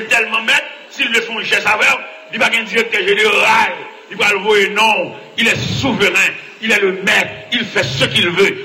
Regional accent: Port-au-Prince, Ouest, Haiti; Je viens de Port-au-Prince

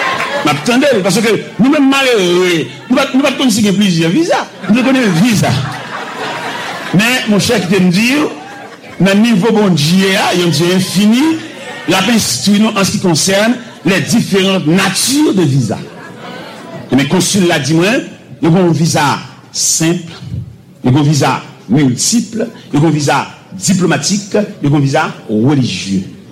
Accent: Montreal, Quebec, Canada; Je suis de Montréal, je vais rentrer à Haïti, et puis on est mal à Paris.

